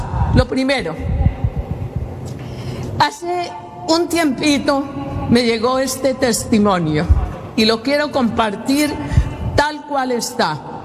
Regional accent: Colombia; Y no solo allí en Centroamérica, aún en mi tierra, en Colombia.

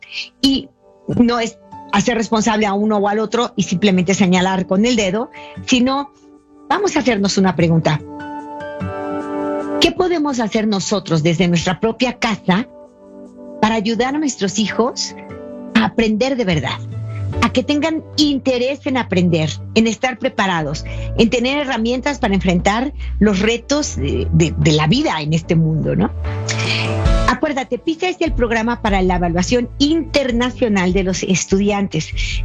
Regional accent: Mexico; En nuestro país, yo soy de México

